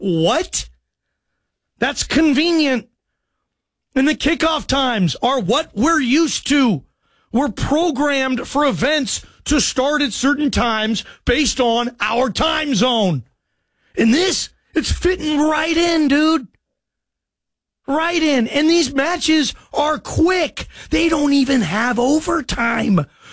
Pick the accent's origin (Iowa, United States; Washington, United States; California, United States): Washington, United States; Seattle; You kidding me? I'm from Seattle.